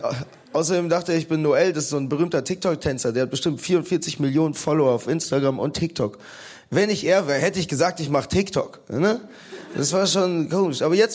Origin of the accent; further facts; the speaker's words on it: Bavaria, Germany; Ich bin genau genommen deutsch-togolesischer Österreicher aus Bayern.